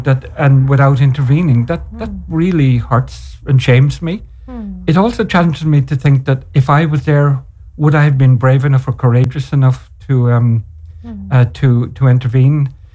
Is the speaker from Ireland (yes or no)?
yes; Ireland; us white Irish that have been here.